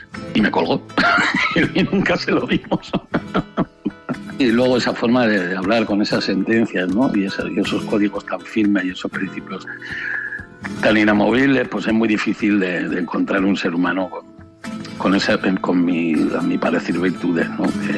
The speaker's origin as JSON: {"language": "Spanish", "region": "Navarre", "country": "Spain", "tie": "born there", "also_born_or_lived": "Andalusia", "said": "yo he crecido siendo navarro de nacimiento y andaluz de formación. O sea, yo mi carácter es andaluz"}